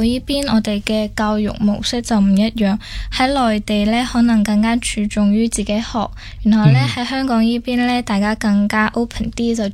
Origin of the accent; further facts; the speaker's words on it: Foshan, Guangdong, China; moved away as an adult; now in Hong Kong; 我嚟自于佛山，广东佛山。